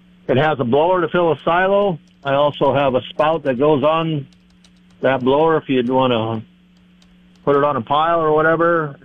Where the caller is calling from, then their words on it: Paullina, Iowa, United States; from Polina.